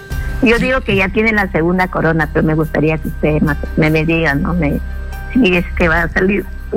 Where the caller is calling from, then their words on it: Lima, Peru; Soy de Lima, pero vivo en Lima, en el distrito de Magdalena.